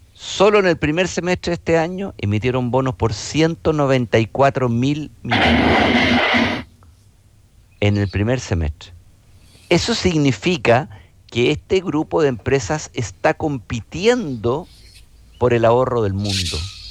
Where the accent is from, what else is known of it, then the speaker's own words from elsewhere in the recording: Chile; a mí como chileno